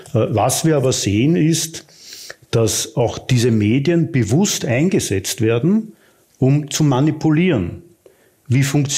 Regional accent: Austria; Und da sind wir als Österreicher genau mittendrin.

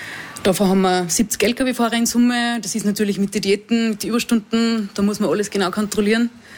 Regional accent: Seekirchen, Salzburg, Austria; ich bin aus Seekirchen gebürtig und wir fahren 40 Minuten am Attersee.

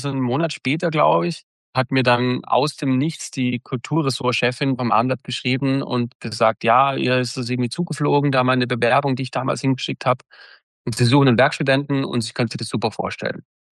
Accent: Austria; wenn man als Österreicher vielleicht in den hohen Norden zieht und gerade auch im Journalismus weiß, Networking ist fast alles

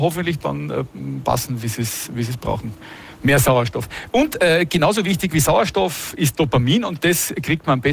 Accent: Inzing, Tyrol, Austria; Inzing grüßt Holland Tirol und beide sind wir jetzt hier in Schwechat gelandet.

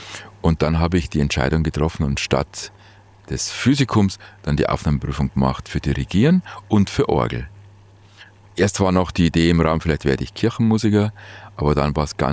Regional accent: Bavaria, Germany

